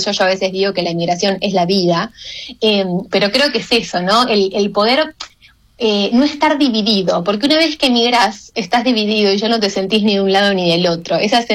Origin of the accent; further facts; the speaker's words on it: Buenos Aires, Argentina; moved away as an adult; Yo soy de Buenos Aires